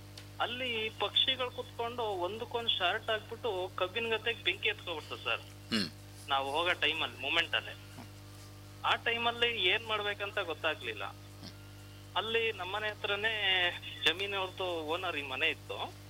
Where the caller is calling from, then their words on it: Karehalli, Karnataka, India; ನಾವು ಕಾರ್ಯಹಳ್ಳಿಯಿಂದ